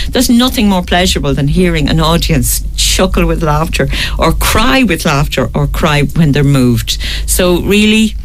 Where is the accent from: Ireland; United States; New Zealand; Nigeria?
Ireland; and as Irish people, we always try to find out, has somebody actually been to that? Did you like it? You know, we're very good at that.